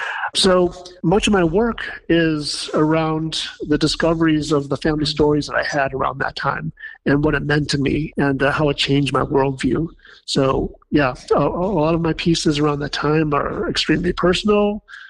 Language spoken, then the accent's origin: English; Wisconsin, United States; You know, it's just as a insecure teenager growing up in Wisconsin, I just wanted to blend in. I didn't have any interest in my Chinese culture.